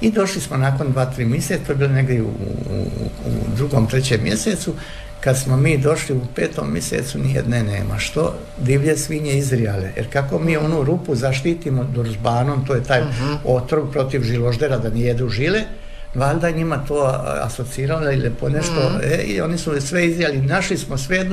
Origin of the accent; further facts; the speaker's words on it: Dalmatia, Croatia; ja iz Dalmacije